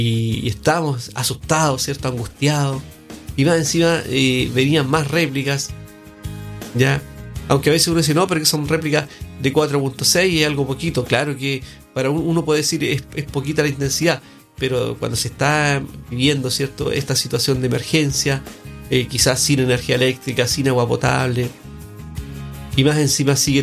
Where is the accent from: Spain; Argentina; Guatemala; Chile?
Chile; Como chilenos, nosotros somos un pueblo que sabemos de lo que estamos hablando.